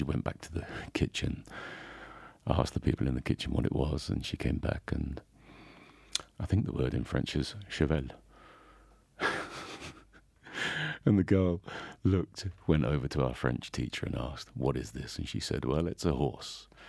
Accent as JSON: {"language": "English", "region": "England", "country": "United Kingdom", "also_born_or_lived": "Sweden / France / Netherlands", "lives_now": "Austria", "said": "because I'm an English man, living in the Austrian Alps."}